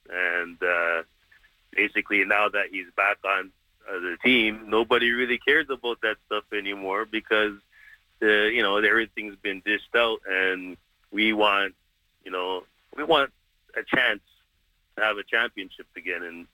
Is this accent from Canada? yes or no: yes; Toronto, Ontario, Canada; I'm born and raised in Toronto. You know, I'm 48 years old.